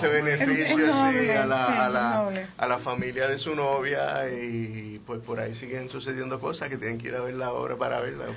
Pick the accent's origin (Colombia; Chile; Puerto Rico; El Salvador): Puerto Rico; also born or lived in Ponce; realmente me crié entre Guánica y Rincón, así que, y Mayagüez.